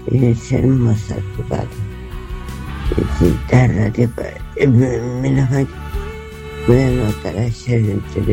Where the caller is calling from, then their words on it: Córdoba, Argentina; vivo en el centro capital de Córdoba, del año 93.